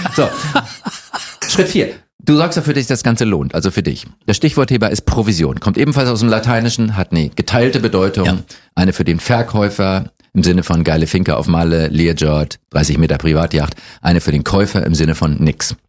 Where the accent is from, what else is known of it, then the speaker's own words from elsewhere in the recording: Norderstedt, Schleswig-Holstein, Germany; Ich komme aus Schleswig-Holstein. Ich komme aus einer Schlafstadt von Hamburg namens Norderstedt.